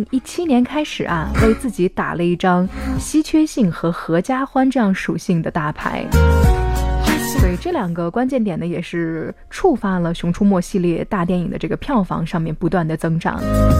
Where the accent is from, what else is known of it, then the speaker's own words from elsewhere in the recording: China; 我们中国人